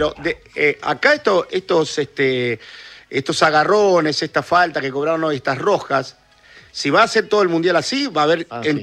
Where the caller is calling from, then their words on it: Recreo, Santa Fe, Argentina; de Recreo Santa Fe. Un abrazo grande para todos por ahí en la Radio Nacional.